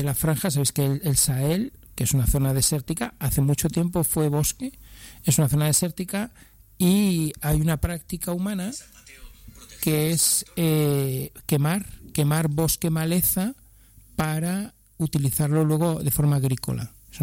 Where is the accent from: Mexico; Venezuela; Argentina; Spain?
Spain; esto lo estamos haciendo en un café, como tantos españoles que arreglamos el país tomando café